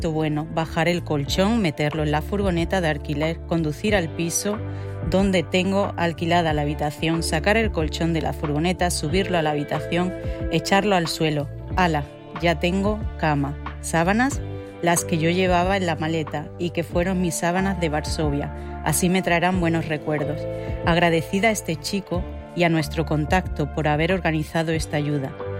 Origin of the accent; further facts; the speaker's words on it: Granada, Andalusia, Spain; moved away as an adult; now in Berlin, Germany; Y yo vengo de Granada, la cual puede caber en uno de los numerosos barrios de Berlín. Ahí mi Granada, con sus montañas, su Alhambra, el mar tan cerca, el idioma que entiendo.